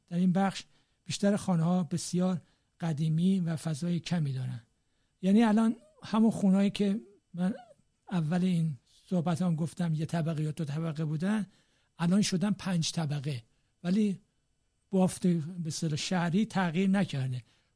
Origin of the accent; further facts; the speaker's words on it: Tehran, Tehran Province, Iran; جوادیه، محله‌ای که من در آن بزرگ شدم